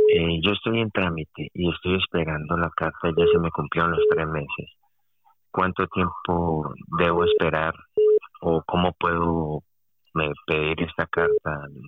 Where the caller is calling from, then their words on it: Torrejón de Ardoz, Community of Madrid, Spain; me comunico de Torrejón.